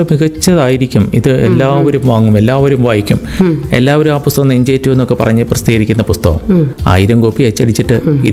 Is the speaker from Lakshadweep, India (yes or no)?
no; Naranganam, Kerala, India; also born or lived in Kollam; ഞാൻ ജനിച്ചതും വളർന്നതും ഒക്കെ തന്നെ പത്തനംതിട്ട ജില്ലയിലെ നാരങ്ങാനം എന്ന് പറയുന്ന പ്രദേശത്താണ്. അവിടെ നല്ല ഒരു ഗ്രാമാന്തരീക്ഷത്തിലാണ് വളർന്നത്. അതിനുശേഷം ഞങ്ങൾ കൊല്ലത്തേക്ക് താമസം മാറ്റി